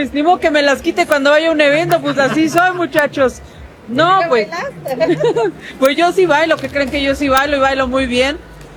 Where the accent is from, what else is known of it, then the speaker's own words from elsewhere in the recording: Mexico; de pues así somos los mexicanos, nos reímos de todo.